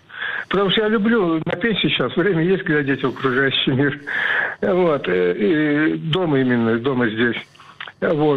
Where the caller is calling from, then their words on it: Nizhny Novgorod Oblast, Russia; из Нижегородской области.